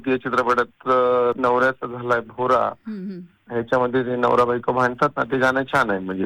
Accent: Fakrabad, Maharashtra, India; now in Badlapur, India; अहिल्यानगर जिल्ह्यातला मी, जामखेड तालुका आमचा, फकराबाद हे आमचं गाव. आता स्थायिक सध्या बदलापूरला आहे आणि सध्या मी जर्नलिस्ट आहे.

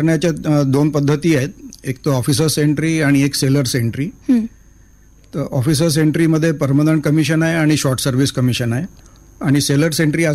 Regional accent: Nagpur, Maharashtra, India; माझा जन्म आणि शिक्षण नागपुरात झालं आहे.

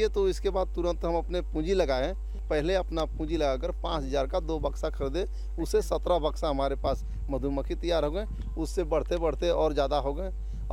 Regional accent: Garhwa district, Jharkhand, India; घर गोंदा मिराल प्रखंड जिला गढ़वा के रहने वाले हैं।

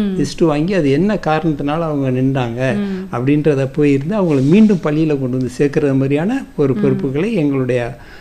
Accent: Karaikal, Puducherry, India; born there; நான் 1952 பிறந்தேன். 1952 முதியோர்களை கேட்டால் தெரியும், ஒரு மிகப்பெரிய புயல் அடிச்சு காரைக்காலை புரட்டி போட்டுடுச்சு.

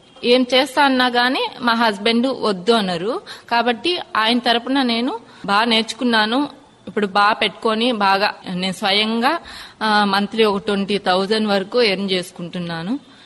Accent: Tirupati, Andhra Pradesh, India; నాది Tirupati auto Nagar Ambedkar colony.

